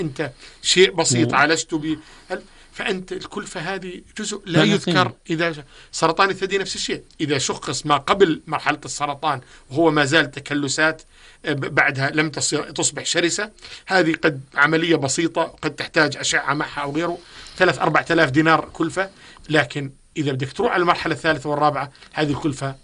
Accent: Jordan; عندنا بالأردن

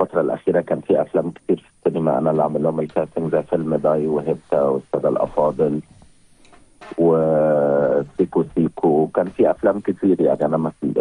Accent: Egypt; عندنا في مصر

